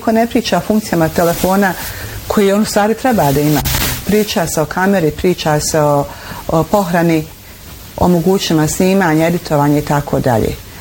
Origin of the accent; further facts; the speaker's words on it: Bosnia & Herzegovina; Znate, mi smo Bosanci, ja ne znam, jedan narod poput našeg da voli, da smo, mi smo vesel narod, srdačan